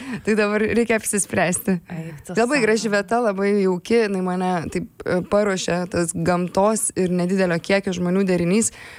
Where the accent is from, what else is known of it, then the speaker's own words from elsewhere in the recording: Lyduokiai, Vilnius County, Lithuania; Aš užaugau Ukmergės rajone, net ne pačioje Ukmergėje. Ir gimiau tokiam Lyduokių miestelį.